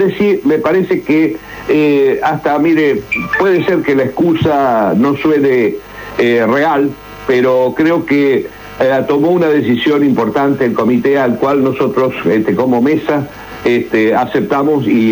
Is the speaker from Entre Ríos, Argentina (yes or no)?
yes; Islas del Ibicuí, Entre Ríos, Argentina; Yo soy de Islas del Ibicuí.